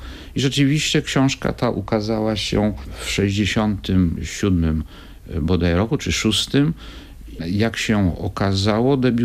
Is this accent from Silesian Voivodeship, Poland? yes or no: yes; Gliwice, Silesian Voivodeship, Poland; Chodziłem do szkoły podstawowej i średniej w Gliwicach. Urodziłem się na Śląsku. Śląsk był czymś dla mnie naturalnym.